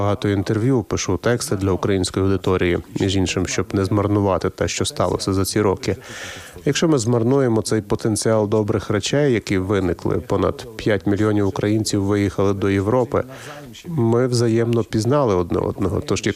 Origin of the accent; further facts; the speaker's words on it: Poland; Ukrainian is a second language; І це я кажу, як поляк.